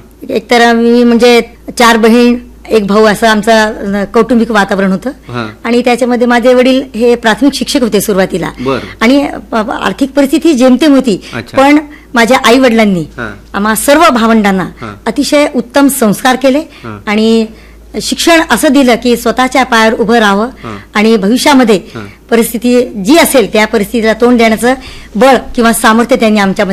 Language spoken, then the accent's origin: Marathi; Akola, Maharashtra, India; moved away as an adult; now in Ambajogai, India; माझा जन्म झालेला आहे विदर्भात अकोला या ठिकाणी.